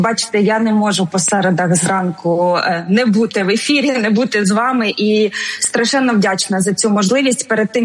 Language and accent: Ukrainian; Zaporizhzhia, Zaporizhzhia Oblast, Ukraine; moved away; я сама із Запоріжжя